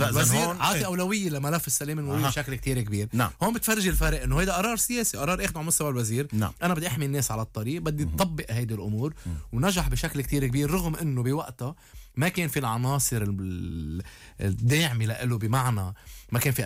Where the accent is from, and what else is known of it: Lebanon